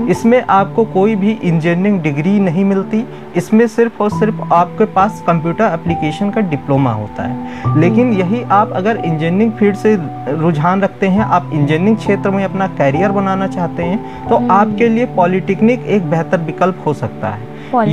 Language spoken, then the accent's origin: Hindi; Gonda, Uttar Pradesh, India; मैं आवास विकास कॉलोनी गोंडा उत्तर प्रदेश से बिलोंग करता हूँ, मतलब यहीं का ही रहने वाला हूँ, मेनली गोंडा का ही।